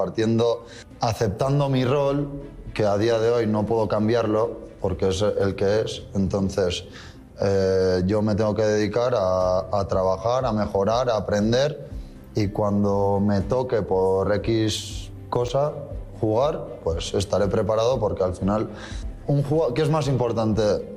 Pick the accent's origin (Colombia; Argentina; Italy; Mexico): Mexico; Es que me da rabia que se diga lo mexicano que soy. No, soy mexicano, ¿sabes?